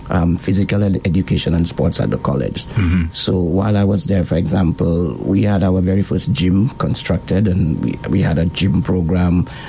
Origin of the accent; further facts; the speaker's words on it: St. Lucia; growing up in Lance Road, as you said, the communities of Lance Road, Leclerc, Sans Souci, we were very, very close. And so I was born in the era where … were one of the biggest names. And last in a family of nine.